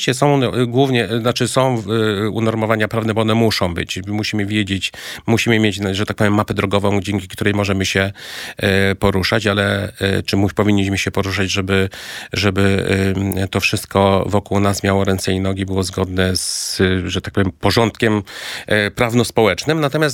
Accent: Kraków, Lesser Poland, Poland; Hucialinem. Nowej nawet. Huty, tak.

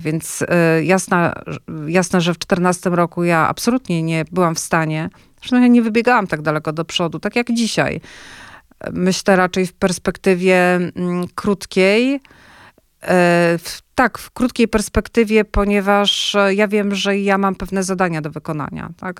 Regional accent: Pomeranian Voivodeship, Poland; ja wyrosłam na Pomorzu w cieniu Solidarności albo w słońcu Solidarności.

